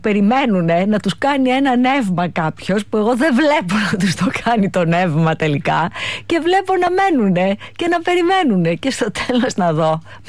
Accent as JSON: {"language": "Greek", "town": "Agrinio", "region": "Western Greece", "country": "Greece", "said": "Εσείς είστε από την Κρήτη, αλλά εγώ είμαι από το Αγρίνιο."}